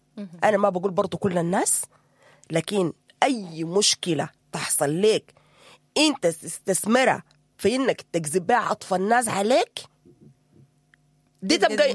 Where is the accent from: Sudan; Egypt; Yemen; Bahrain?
Sudan; ونحن في السودان فقدنا بيوتنا